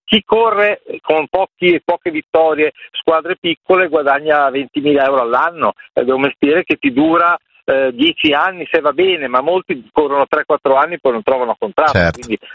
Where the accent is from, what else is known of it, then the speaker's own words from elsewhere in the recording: Ferrara, Emilia-Romagna, Italy; vengo da Ferrara.